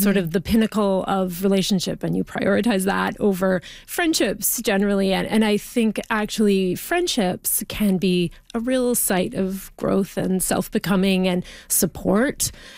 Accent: Ontario, Canada; Well, I grew up in Northern Ontario. It's where I am from. It's sort of in my bones, I guess, and rural Northern Ontario, like in the bush on a dead end gravel road off the Trans-Canada Highway

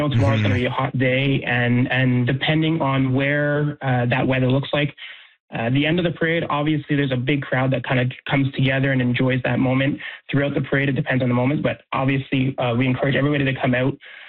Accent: Greenfield Park, Quebec, Canada; You know, I was born and raised in Greenfield Park. It's been part of one of my favorite days of the year since being a little kid.

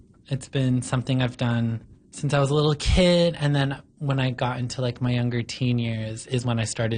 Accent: Langley, British Columbia, Canada; I grew up in Langley, BC, and I started out with a few different competition studios, and so I would practice different genres and compete in the Lower Mainland.

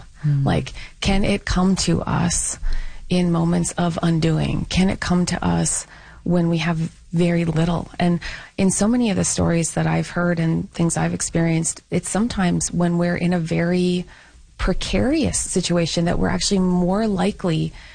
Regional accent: Canada; now in North Carolina, United States; I'm from Canada, so I'm like horrified by the creatures where I live in North Carolina.

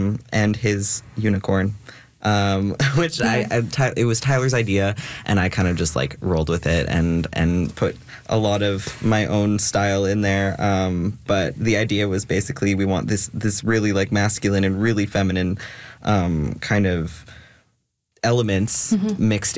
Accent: Kindersley, Saskatchewan, Canada; born there; So I grew up in Kindersley, Saskatchewan. And I wasn't out at the time. I moved to Saskatoon when I was about 12 years old.

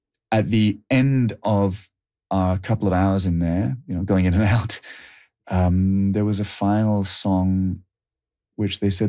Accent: United Kingdom; And, you know, because I'm a Brit, I was nervous I was going to get dehydrated

